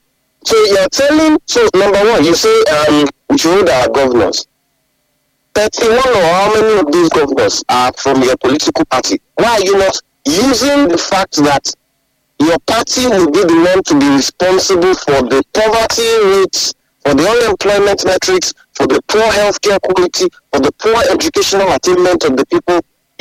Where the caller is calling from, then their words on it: Ibadan, Oyo, Nigeria; I'm calling from Oluyole.